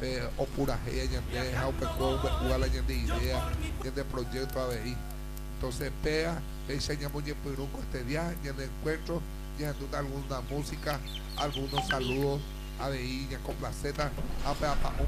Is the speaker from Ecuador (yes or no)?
no; Paraguay